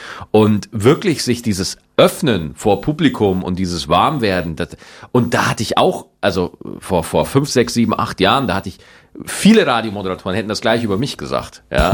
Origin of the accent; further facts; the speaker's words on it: Bavaria, Germany; aber je näher ich tatsächlich an meine Heimat Niederbayer komme, umso schneller hört man dann raus